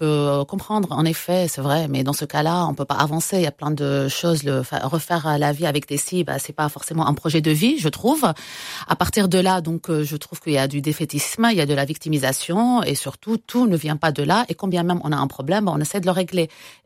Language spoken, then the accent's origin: French; Lebanon; nous, en tant que Libanais